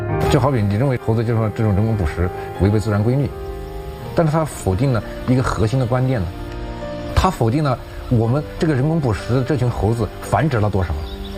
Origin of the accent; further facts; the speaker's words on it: Hubei, China; born there; 因为我小的时候是在小磨盘出生的